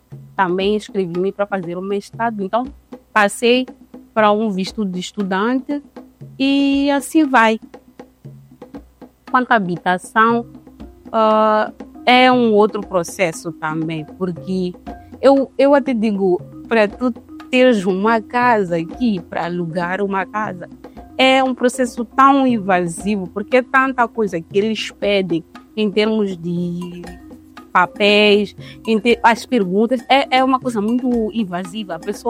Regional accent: Mozambique; now in France; Então, é interessante ser mulher e ser moçambicana a viver na França por causa disso.

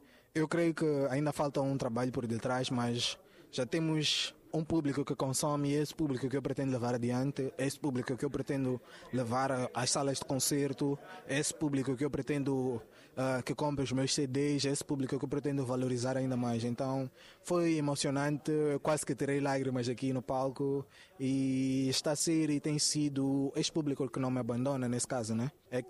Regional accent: Mozambique; a nossa identidade como moçambicanos

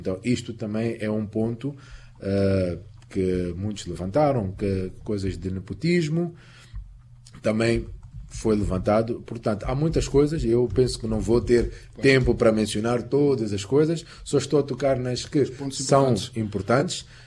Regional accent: Mozambique

